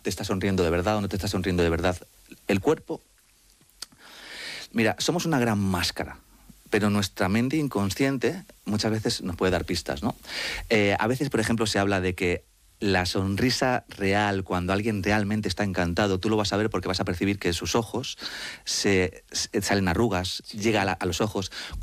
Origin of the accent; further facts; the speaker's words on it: Madrid, Community of Madrid, Spain; soy madrileño, sí. Y mis padres son argentinos